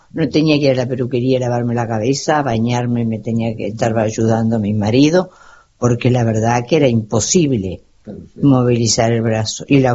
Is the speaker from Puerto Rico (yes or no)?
no; Casupá, Florida, Uruguay; saludo a Gustavo … de Casupá, Gustavo